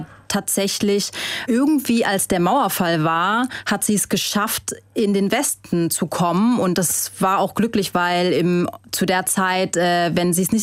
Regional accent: Vietnam; first language Vietnamese; German is a second language; also meine Muttersprache theoretisch vietnamesisch ist, auch wenn ich vietnamesisch nicht fließend spreche.

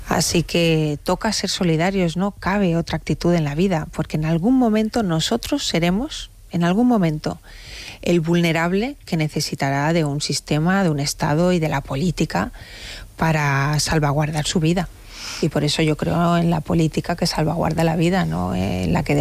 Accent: Valencian Community, Spain; en mi tierra, en la Comunidad Valenciana

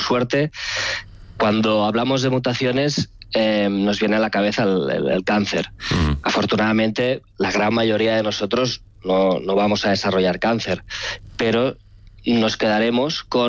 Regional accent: Barcelona, Catalonia, Spain; Para mí, yo soy de Barcelona. Estuve muchos años fuera en el extranjero formándome

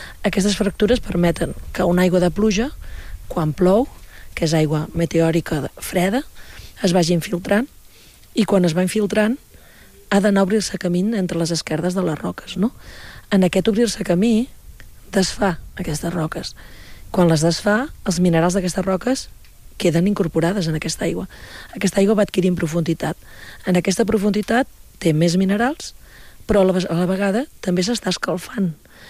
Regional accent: Caldes, Catalonia, Spain; Però jo soc de Caldes de tota la vida. La meva mare era de Caldes, el meu avi era de Caldes.

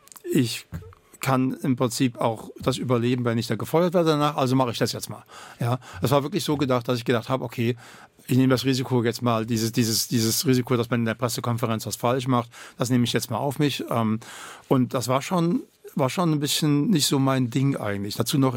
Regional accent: Germany; accent: German; Genau, ich hätte das nicht verbunden, weil ich habe ja einen deutschen Akzent, das kommt mir nicht in den Kopf, nicht?

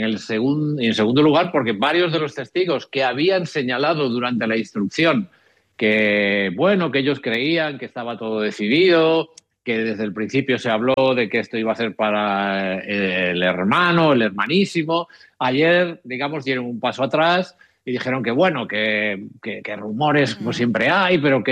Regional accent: Vigo, Galicia, Spain; Ya sabéis que soy de Vigo.

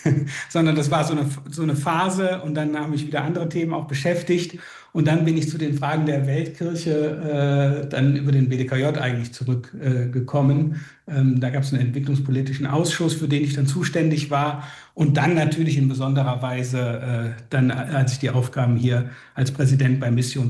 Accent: North Rhine-Westphalia, Germany; Na, ich komme eigentlich aus dem Erzbistum Paderborn. Das Siegerland gehört zu Paderborn, aber Paderborn liegt 200 Kilometer von Siegen entfernt.

